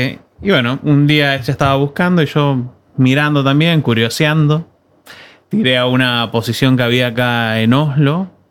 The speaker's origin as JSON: {"language": "Spanish", "region": "Tierra del Fuego", "country": "Argentina", "tie": "born or raised there", "also_born_or_lived": "Tucumán / Rosario", "said": "Soy tucumano, me crié en Tierra del Fuego, y después, bueno, en la universidad, donde conocí a mi esposa y demás, en Rosario."}